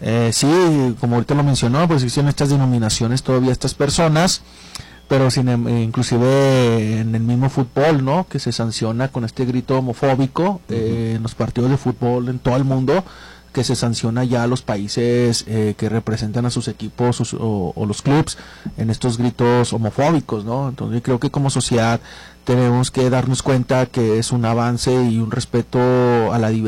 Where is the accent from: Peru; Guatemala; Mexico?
Mexico; Y como mexicanos pues vemos una sociedad clasista